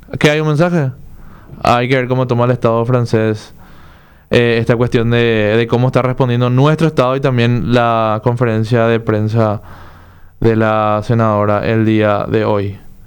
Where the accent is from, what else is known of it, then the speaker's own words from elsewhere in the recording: Paraguay; como paraguayos y como muchos sudamericanos también